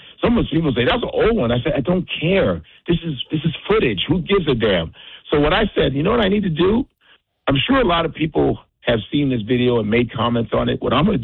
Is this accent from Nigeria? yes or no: yes; Nigeria; I'm speaking up for us, regardless of whether you hate me that I'm Nigerian.